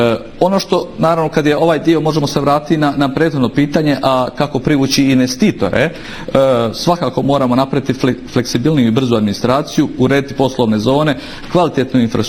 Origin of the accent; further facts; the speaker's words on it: Velika Kladuša, Federation of Bosnia and Herzegovina, Bosnia & Herzegovina; Ja dolazim iz Velike Kladuše, tu zaista nedostaje smještajnih kapaciteta